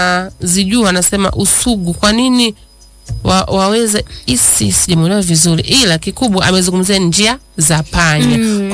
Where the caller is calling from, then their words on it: Misenyi, Kagera, Tanzania; kutoka Misenyi